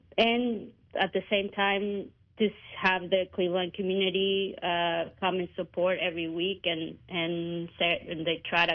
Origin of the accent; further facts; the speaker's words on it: Ciudad Obregón, Sonora, Mexico; I was born and raised in Ciudad Obregón, Sonora, in Mexico, and just being around since I was a kid, just being around with like family gatherings, quinceañeras, and all that.